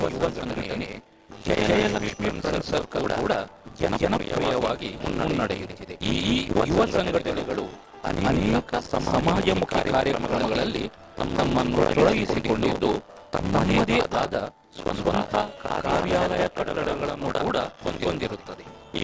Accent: Mangalore, Karnataka, India; ನಮ್ಮ ಊರಿನ ಹೆಸರು ಬೋಳೂರು ಆದರೂ ಕೂಡ ಇದು ತೆಂಗು ಬಾಳೆ ಮರ ಗಿಡಗಳಿಂದ ತುಂಬಿರುವ ಸುಂದರ ನದಿ ನಾರೆಯನ್ನು ಕೂಡ ಹೊಂದಿರುವ

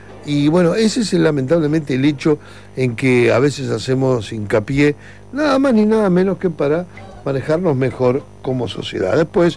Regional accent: Uruguay; born there; yo nací en un país del primer mundo y me decían, pero tú no sos uruguayo, pelado. Sí, soy uruguayo, claro. Pero yo nací en el año 46.

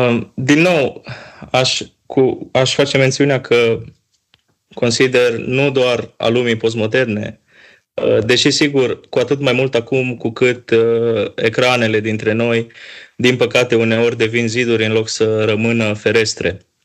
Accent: Deva, Hunedoara County, Romania; Eu deloc sunt din Deva

